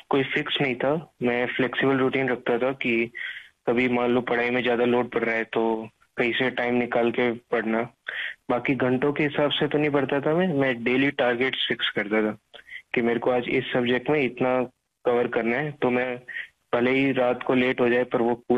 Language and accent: Hindi; Pipar City, Rajasthan, India; also born or lived in Kota; Pipar city Jodhpur का रहने वाला हूँ। मैंने अपनी तैयारी कोटा से की है, जहाँ मैं 10th क्लास में आया था।